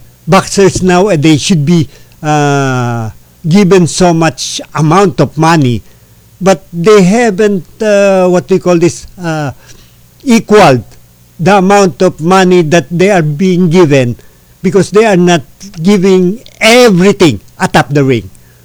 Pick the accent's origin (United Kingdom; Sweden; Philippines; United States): Philippines; although I'm a Filipino